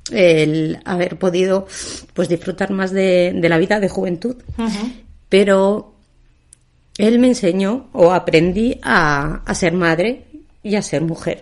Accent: Torrelaguna, Community of Madrid, Spain; yo, donde me pregunten, yo nunca diré que soy de Madrid capital, diré que soy de Torrelaguna.

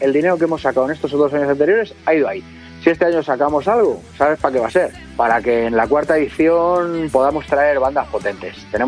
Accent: Alcorcón, Community of Madrid, Spain; somos de aquí de Alcorcón, los tres que organizamos el festival, tanto Miguel como Nuria como yo somos de aquí

